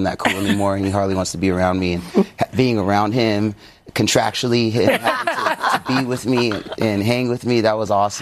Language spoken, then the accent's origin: English; Malaysia; I am Malaysian, yeah.